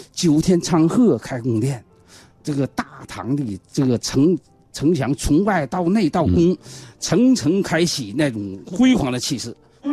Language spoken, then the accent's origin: Chinese; China